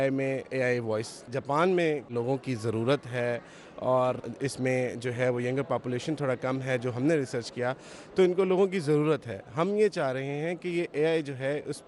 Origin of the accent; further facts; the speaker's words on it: Lahore, Punjab, Pakistan; اور ہم لاہور سے آئے ہیں۔